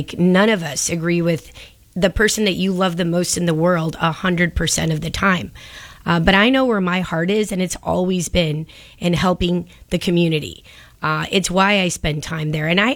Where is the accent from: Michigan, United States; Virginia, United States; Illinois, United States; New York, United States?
Illinois, United States; Chicago; born there; I was born in Little Village, and that's on the southwest side of the city.